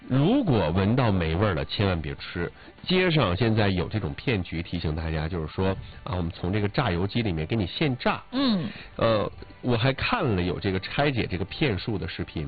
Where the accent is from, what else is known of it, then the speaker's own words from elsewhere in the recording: Northeast China, China; accent: Northeastern dialect; 我们东北话说笨豆油嘛，